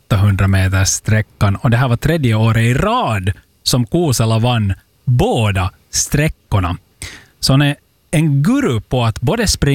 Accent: Finland; Något som vi finländare är otroligt bra på är sådana absurda idrottsgrenar som framförallt äger rum under sommarmånaderna.

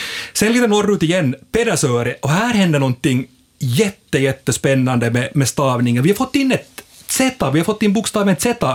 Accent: Korsholm, Ostrobothnia, Finland; Jag är från Korsholm, ja.

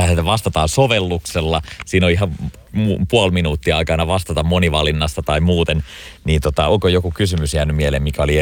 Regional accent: Pori, Satakunta, Finland; siis minä porilaisena

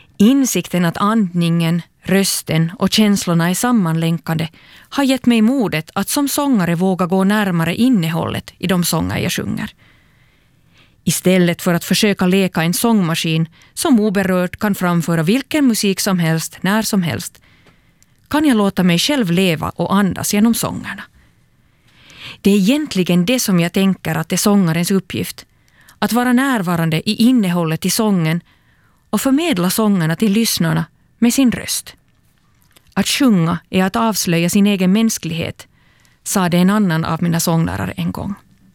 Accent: Turku, Southwest Finland, Finland; från Åbo och tänkte berätta om vilken roll psalmen … haft för mig.

